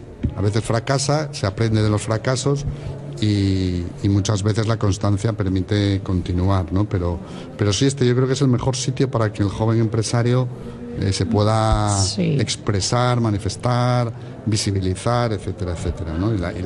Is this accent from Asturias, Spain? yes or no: yes; Oviedo, Asturias, Spain; ya que soy de Oviedo tendré que comer un carballón